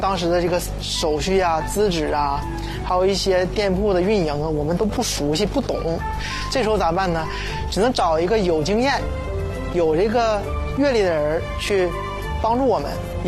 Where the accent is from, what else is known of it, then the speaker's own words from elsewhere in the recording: China; 欢迎大家来到我的家乡四海淀镇。